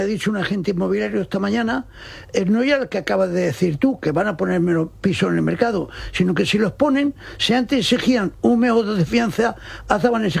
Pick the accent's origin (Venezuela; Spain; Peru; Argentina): Spain